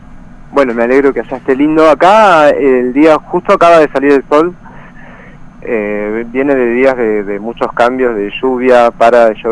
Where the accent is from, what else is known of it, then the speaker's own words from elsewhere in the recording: Esquel, Chubut, Argentina; moved away; also born or lived in Buenos Aires; yo me crié en Esquel, año 90